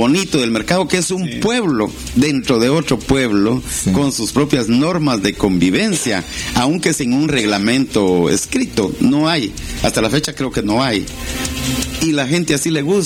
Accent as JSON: {"language": "Spanish", "town": "Barberena", "region": "Santa Rosa", "country": "Guatemala", "moved": "yes", "lives_now": "Petén, Guatemala", "said": "No, yo soy santarroseño, soy de Barberena, Santa Rosa."}